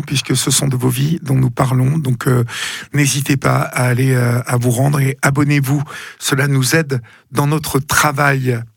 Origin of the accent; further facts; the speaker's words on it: Évreux, Normandy, France; Voilà, bon, je suis originaire d'Évreux, donc j'ai connu le centre-ville d'Évreux avant qu'il n'y ait ces grands malls qui se construisent autour.